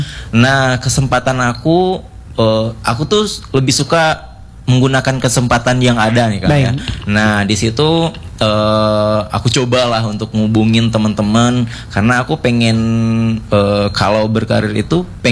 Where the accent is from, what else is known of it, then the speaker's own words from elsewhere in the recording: Payakumbuh, West Sumatra, Indonesia; now in Bandung, Indonesia; Nah, aku kan asalnya Payakumbuh.